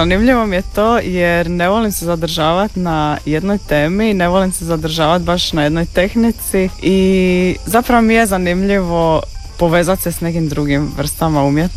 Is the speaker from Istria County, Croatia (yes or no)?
no; Zadar, Zadar County, Croatia; Odrasla sam u Zadru i nisam baš imala priliku sad prečesto ići na neke izložbe van Zadra.